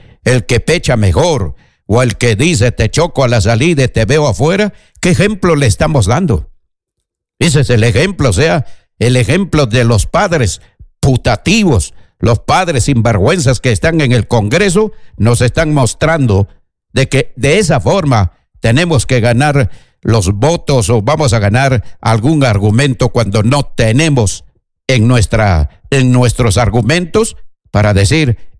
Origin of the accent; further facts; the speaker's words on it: Peru; como decíamos en nuestro país